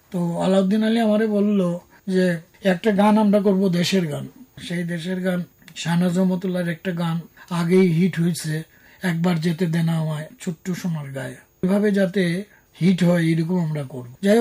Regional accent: Sunamganj, Sylhet Division, Bangladesh; moved away as an adult; now in Dhaka, Bangladesh; আমার জন্মস্থান আসলে সুনামগঞ্জে।

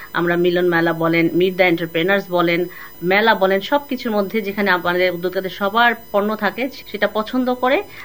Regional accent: Dhaka, Dhaka Division, Bangladesh; আমরা পুরান ঢাকার মানুষ

